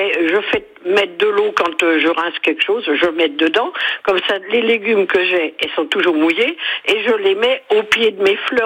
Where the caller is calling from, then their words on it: Pays de la Loire, France; je suis dans le pays de Ré, puisque je suis sur le Clion